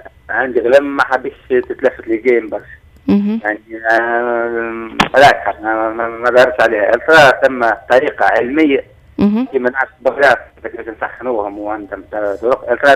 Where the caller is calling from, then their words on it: Bazina, Tunisia; من بازينة.